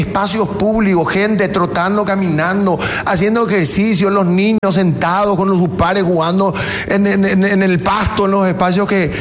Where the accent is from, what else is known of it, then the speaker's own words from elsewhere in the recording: Asunción, Paraguay; born there; nosotros somos Asunceno también. O sea, yo nací en Asunción, o sea, yo soy de Asunción y yo tengo preocupaciones también como ciudadano.